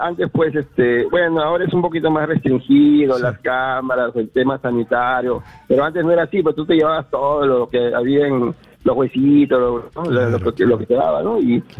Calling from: Lima, Peru; yo ya soy abuelo, ya no puedo dedicarme a como antes. Pero te diré, yo soy de Villa El Salvador. Cuando yo llegué a Villa El Salvador

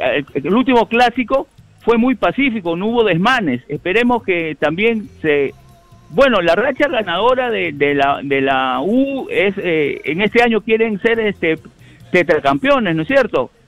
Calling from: Chincha Alta, Ica, Peru; Desde Chincha, cuna de campeones

